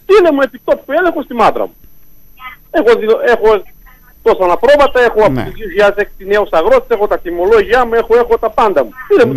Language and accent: Greek; Crete, Greece; born there; είμαι από το Μαχητριά, από τα Στερούσια Όρη.